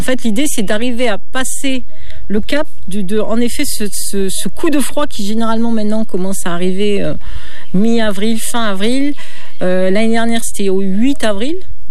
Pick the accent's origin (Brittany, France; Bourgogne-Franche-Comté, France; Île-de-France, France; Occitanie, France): Occitanie, France; chez nous en Cévennes